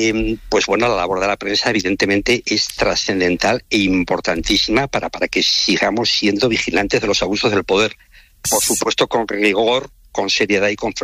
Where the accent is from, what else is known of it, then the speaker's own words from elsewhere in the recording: Pamplona, Navarre, Spain; piso en el que vivía en Pamplona, muy cerca al Colegio de Jesuitas, donde yo había estudiado, yo soy de Pamplona.